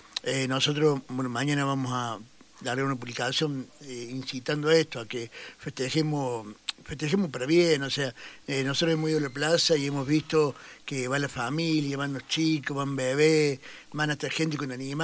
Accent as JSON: {"language": "Spanish", "country": "Argentina", "said": "si bien somos argentinos"}